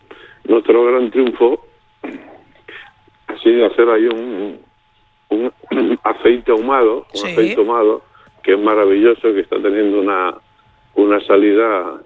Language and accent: Spanish; Malpartida, Extremadura, Spain; dicen también en mi pueblo, en Malpartida, no es mi caso, pero dicen en mi pueblo, en Malpartida